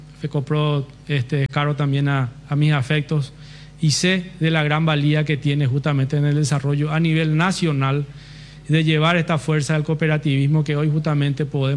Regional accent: Paraguay

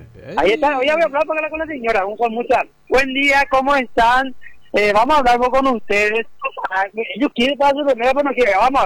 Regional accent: Paraguay; nuestra identidad que somos paraguayos.

